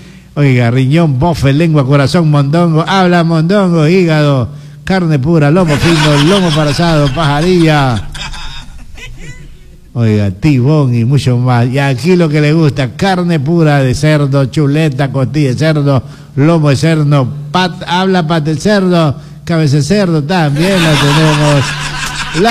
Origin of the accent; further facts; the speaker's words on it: Esmeraldas, Ecuador; now in La Troncal, Ecuador; Un saludo para mi tierra también. Paraíso, sol, mar y arena. Siempre nos sintonizan en Esmeraldas, vea.